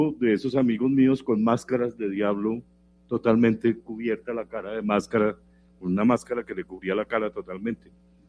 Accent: Bogotá, Colombia; yo soy bogotano, ¿no? Y digamos también tímido, y en esa época era mucho más tímido y mucho más bogotano también.

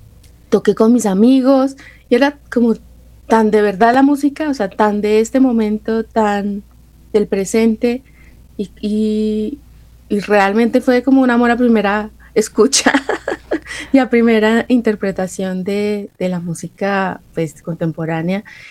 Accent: Sogamoso, Boyacá, Colombia; moved away; Yo estudié piano porque era lo único que podía estudiar en Sogamoso, teclado, en donde yo nací

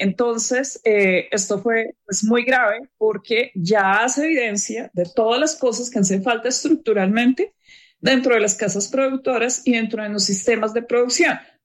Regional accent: Bogotá, Colombia; como capitalino, como bogotano, está acostumbrado a oírlos, como colombiano también

